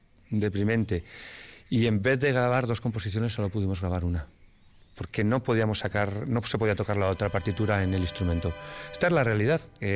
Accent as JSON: {"language": "Spanish", "region": "Basque Country", "country": "Spain", "tie": "born or raised there", "said": "en mi pueblo hay tres órganos que uno no ha sonado nunca, yo no lo he conocido en estas últimas décadas, no me atrevo a decir en este último siglo, y teníamos dos, uno en Santa María de Amézua, hecho que es el único órgano romántico que existía en la Rioja Alavesa"}